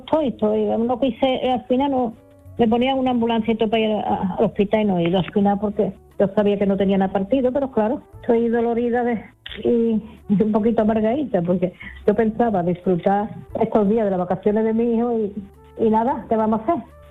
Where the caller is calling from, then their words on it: Seville, Andalusia, Spain; Hola Manolo, buenas noches … de Sevilla.